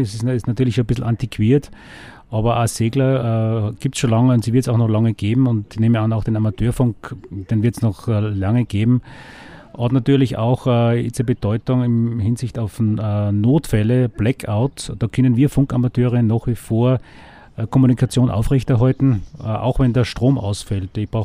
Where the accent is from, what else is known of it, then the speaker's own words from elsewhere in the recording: Salzkammergut, Austria; ich komme aus dem Salzkammergut